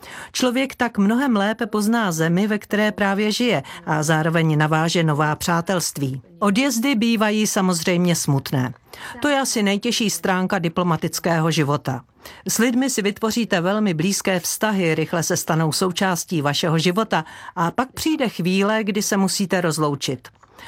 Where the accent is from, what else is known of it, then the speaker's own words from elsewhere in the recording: Sweden; moved away as an adult; now in Prague, Czech Republic; a já jsem ze Švédska.